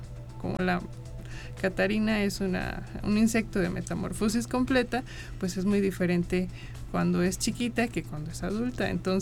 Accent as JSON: {"language": "Spanish", "region": "San Luis Potosí", "country": "Mexico", "said": "soy de aquí de San Luis Potosí"}